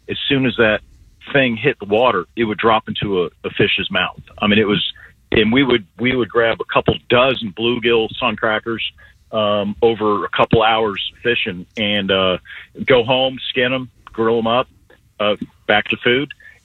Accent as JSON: {"language": "English", "town": "Lakeland", "region": "Florida", "country": "United States", "tie": "born or raised there", "said": "So I grew up in Lakeland and would fish with my father with the old cane pole bobber worm at Lake Mirror."}